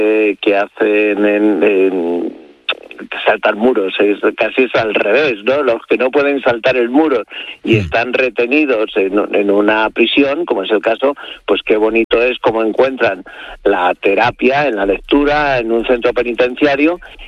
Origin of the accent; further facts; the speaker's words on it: Madrid, Community of Madrid, Spain; a los que somos de Madrid, como está aquí al lado, no lo valoramos.